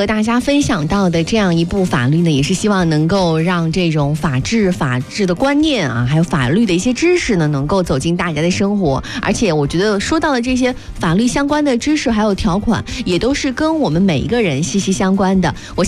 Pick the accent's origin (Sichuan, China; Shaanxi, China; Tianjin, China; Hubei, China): Hubei, China; Yichang; 我们宜昌是这个好人之城嘛